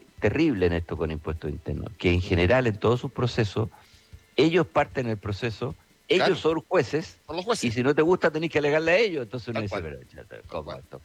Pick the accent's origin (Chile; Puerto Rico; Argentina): Chile; uno como es chileno es medio desconfiado, digamos.